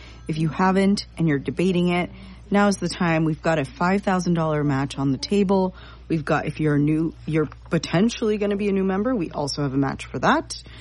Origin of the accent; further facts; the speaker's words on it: Puerto Rico; also born or lived in Washington, D.C.; now in New York, United States; I came from D.C., but I'm originally from Puerto Rico.